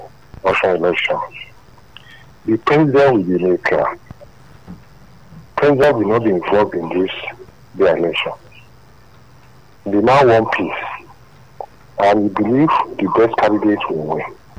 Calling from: Iju, Lagos, Nigeria; I'm calling from Iju.

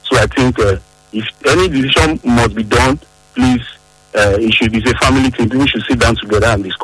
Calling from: Benin City, Edo, Nigeria; I'm calling from Benin. I'm Gobadia area.

